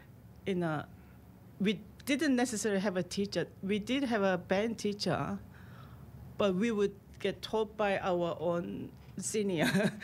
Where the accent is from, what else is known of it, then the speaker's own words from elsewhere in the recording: Daegu, South Korea; now in Australia; The primary school I attended in Daegu, in my home country.